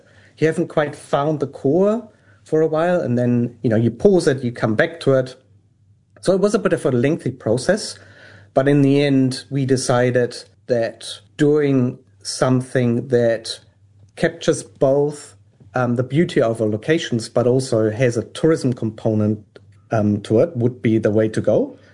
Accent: Germany; moved away as an adult; And I'm from Germany. I lived in Germany at the time.

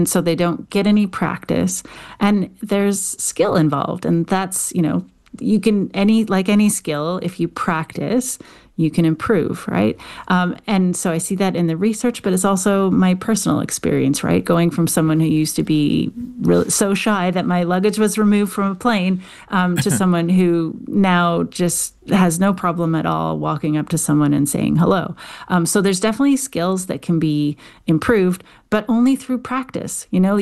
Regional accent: Canada; accent: Canadian; just with my funny Canadian accent.

